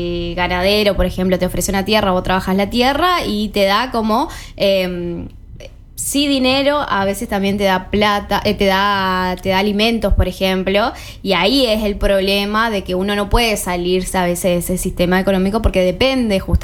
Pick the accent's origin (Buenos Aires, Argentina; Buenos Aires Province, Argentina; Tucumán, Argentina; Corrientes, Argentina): Corrientes, Argentina; Goya; como soy de Goya